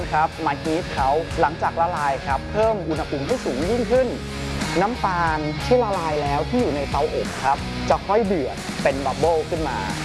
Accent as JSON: {"language": "Thai", "region": "Chiang Mai", "country": "Thailand", "tie": "born or raised there", "said": "เป็นคนเชียงใหม่โดยแท้จริงแล้วเราเติบโตมาในบ้านเมืองเชียงใหม่"}